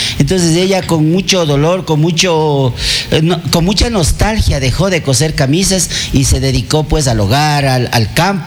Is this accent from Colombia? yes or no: no; San Antonio de Pasa, Tungurahua, Ecuador; born there; moved away; also born or lived in Puerto Viejo / Quito; yo al año 2001, por ahí, por esos años más o menos, regresé aquí a Pasa, porque eran muy pocas veces que regresé a mi pueblo cuando ya estaba de militar.